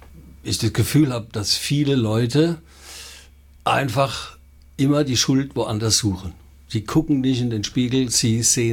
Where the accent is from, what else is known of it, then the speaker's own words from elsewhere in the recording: Heidelberg, Baden-Württemberg, Germany; Ich komm ja eigentlich aus dem Paffegrund, wenn man mal so retten darf.